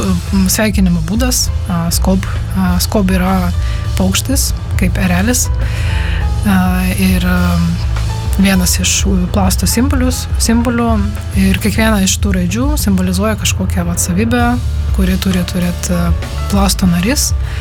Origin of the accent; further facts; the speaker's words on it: Ukraine; now in Lithuania; kad aš esu ukrainietė, kad esu, privalau būti nepasyvų žmogų mane, kad turiu savo pareigos kaip Ukrainos pilietė.